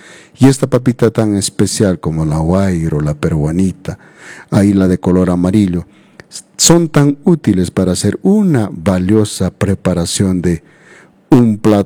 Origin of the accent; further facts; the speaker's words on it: Calca, Cusco, Peru; nuestra tierra de Calca